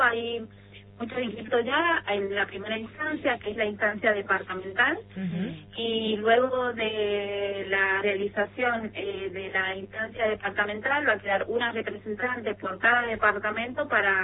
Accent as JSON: {"language": "Spanish", "region": "San Juan", "country": "Argentina", "said": "nosotros los sanjuaninos"}